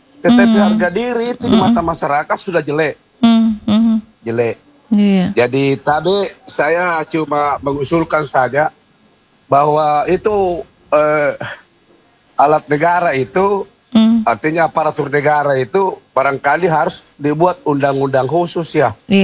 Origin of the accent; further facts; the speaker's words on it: Makassar, South Sulawesi, Indonesia; born there; Nah, kemudian saya pindah ke Makassar tempat kelahiran saya.